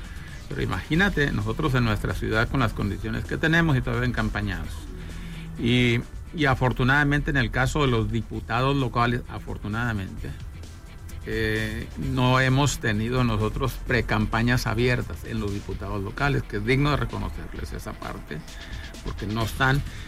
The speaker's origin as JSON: {"language": "Spanish", "country": "Mexico", "said": "lo que no hacemos nosotros como mexicanos"}